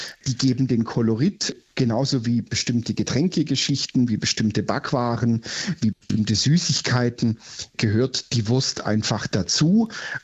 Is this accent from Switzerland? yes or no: no; Baden-Württemberg, Germany; Aber ich bin ja Schwabe und deswegen ist natürlich meine erste Kochwurst, zu der ich schon als kleines Kind gegriffen habe, die Seitenwurst